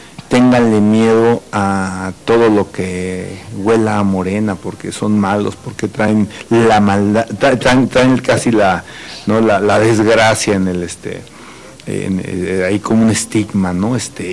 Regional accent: Querétaro, Mexico; born there

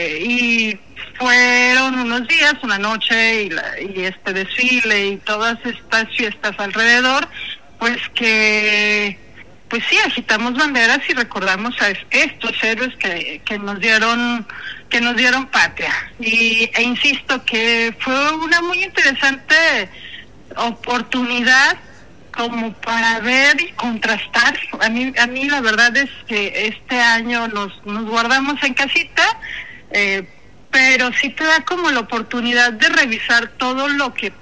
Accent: Mexico; no debería de ser gracioso, pero somos mexicanos, podemos reírnos de cualquier cosa

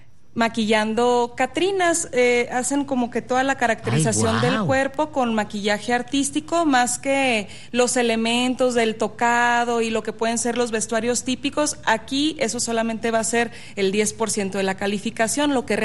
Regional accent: Los Mochis, Sinaloa, Mexico; also born or lived in Mazatlán, Sinaloa; Yo soy norteña. ¿De dónde eres? De Los Mochis, Sinaloa. Nací en Mazatlán.

